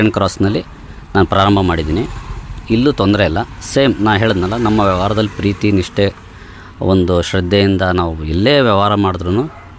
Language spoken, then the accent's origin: Kannada; Shivamogga, Karnataka, India; ಎಲ್ಲ ಶಿವಮೊಗ್ಗದಲ್ಲೇ. 81 ಬರ್ತ್, D V S ಸ್ಕೂಲಲ್ಲಿ ಎಲ್ಲ ಸ್ಟಡಿ ಮಾಡಿರೋದು.